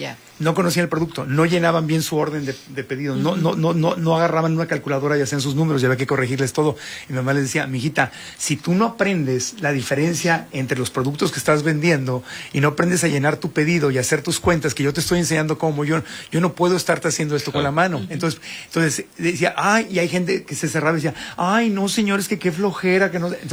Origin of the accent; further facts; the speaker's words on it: Tijuana, Baja California, Mexico; moved away; yo nací y crecí en Tijuana